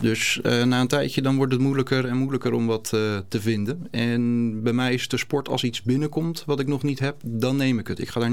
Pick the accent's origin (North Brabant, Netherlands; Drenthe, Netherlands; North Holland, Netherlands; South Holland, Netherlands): South Holland, Netherlands; Gouda; born there; Ja, Gouda, mijn geboortestad dus. Dus ik heb eigenlijk al mijn familie hier wonen.